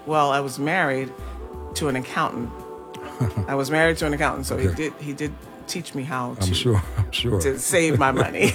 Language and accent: English; Chicago, Illinois, United States; moved away as an adult; also born or lived in New York; now in Atlanta, United States; I've been in Atlanta 31 years by way of Chicago. So I was raised in Chicago. Then I moved to Atlanta in 1995.